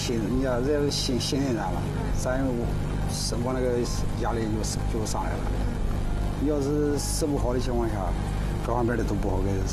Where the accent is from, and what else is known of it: Shandong, China